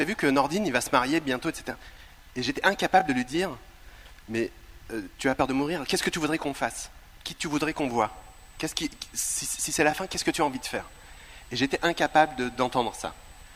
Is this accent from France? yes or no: yes; Beaugency, Centre-Val de Loire, France; moi, je suis né à Beaugency, c'est-à-dire à 21 km de Chambord.